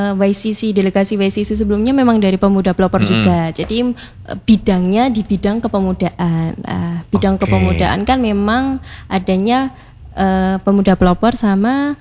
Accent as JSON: {"language": "Indonesian", "town": "Surakarta", "region": "Central Java", "country": "Indonesia", "said": "Kayak aku dari Jawa, Solo lagi. Sekasar-kasarnya orang Solo kan tetap lembut di mata mereka."}